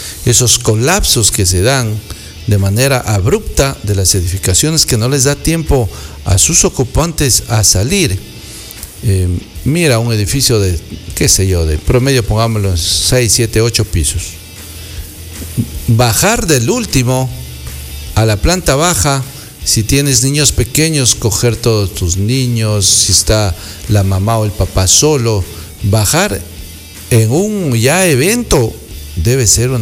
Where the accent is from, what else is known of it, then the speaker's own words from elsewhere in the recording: Ecuador; nosotros como ecuatorianos